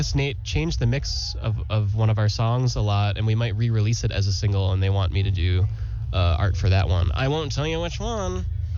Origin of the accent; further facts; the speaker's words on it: Kenmore, New York, United States; Kenmore. It's Buffalo.